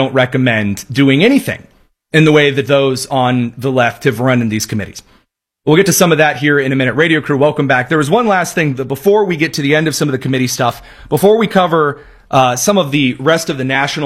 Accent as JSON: {"language": "English", "region": "Indiana", "country": "United States", "tie": "born there", "said": "my home state of Indiana."}